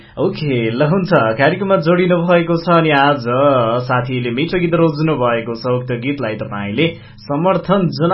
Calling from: Kavrepalanchok, Bagmati, Nepal; हजुर काभ्रेबाट

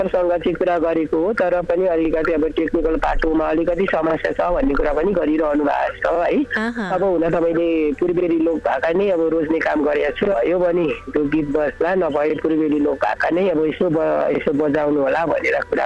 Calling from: Dharan, Koshi Province, Nepal; म धरानबाट बोलिरहेको छु

